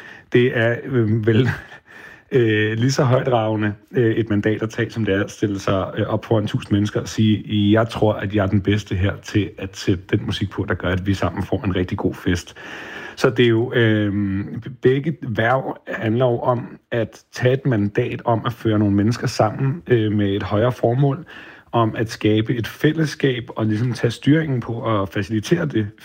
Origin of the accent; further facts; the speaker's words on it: Allinge, Capital Region of Denmark, Denmark; born there; min set-afspiller hjemme i Allinge på Bornholm